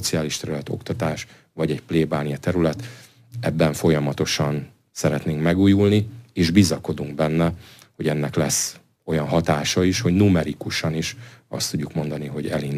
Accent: Hungary; Hát ugye magyarként, katolikusként azt tudom mondani, hogy én ennek nagyon szurkolok.

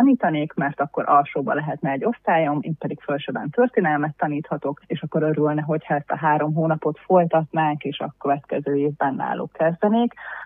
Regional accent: Szentes, Csongrád-Csanád, Hungary; hanem otthon Szentesen

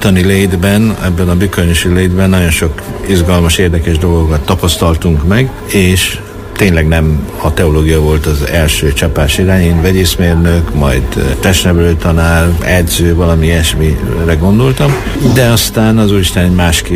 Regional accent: Bükkaranyos, Borsod-Abaúj-Zemplén, Hungary; Bükk Aranyos nevű településen nőttem fel, nőjettem fel valóban lelkész családban.

